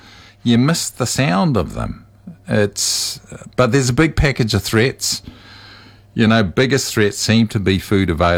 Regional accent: New Zealand; Growing up in Moirua, there were a lot in Moirua. That's because there was a freezing works.

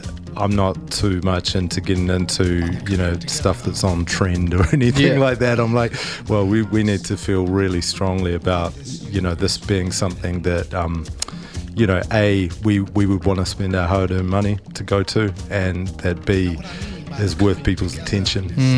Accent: Christchurch, Canterbury, New Zealand; now in Auckland, New Zealand; I grew up down south in Christchurch, moved here. I mean, I've lived more than, you know, I'm an Aucklander.

